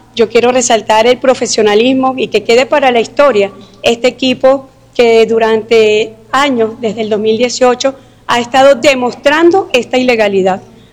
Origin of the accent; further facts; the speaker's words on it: Venezuela; el profundo orgullo que siento como venezolana de haber venido a la Corte Internacional de Justicia